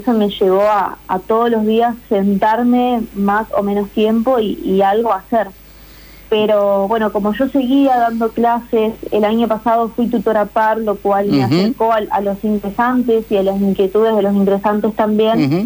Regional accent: María Grande, Entre Ríos, Argentina; moved away as an adult; now in Villaguay, Argentina; Sí, yo soy de María Grande y estoy acá en Villaguay estudiando la licenciatura de kinesiología.

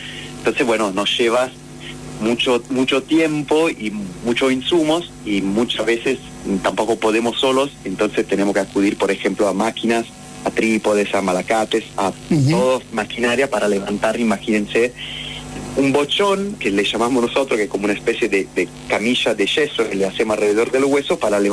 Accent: Italy; moved away as an adult; now in Argentina; antes de mudarme acá en Argentina, trabajé bastante en Italia, de donde vengo

